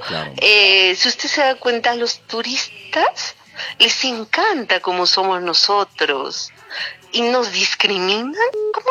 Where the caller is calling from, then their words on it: Cusco, Peru; me decían, voy a ir a Cusco, y me decían, qué lindo lugar en el que vives.